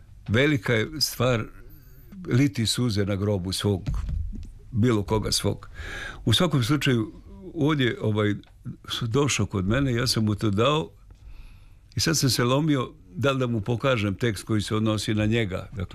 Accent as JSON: {"language": "Serbian", "country": "Serbia", "said": "to je narodni termin kod nas u Srbiji, se kaže to je prodata duša."}